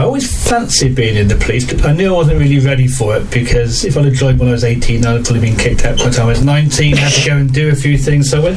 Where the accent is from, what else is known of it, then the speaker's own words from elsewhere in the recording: Cheltenham, South West England, United Kingdom; to be in charge of the police in Cheltenham, my hometown, where I was born, when I went to school, was just amazing.